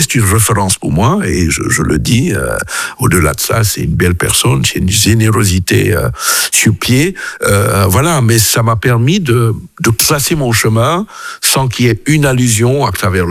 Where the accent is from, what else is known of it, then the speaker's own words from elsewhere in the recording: Cameroon; first language French; moved away as an adult; mes parents, alors qu'on a grandi au Cameroun jusqu'à nos 18-19 ans, devaient dire à nos tantes, nos oncles, non, ne leur parlez pas notre langue maternelle, parce qu'ils doivent parler le mieux le français possible.